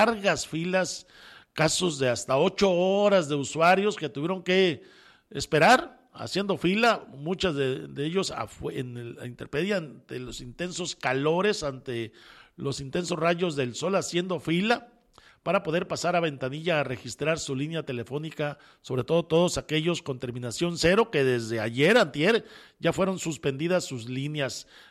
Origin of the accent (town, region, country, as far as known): Mexico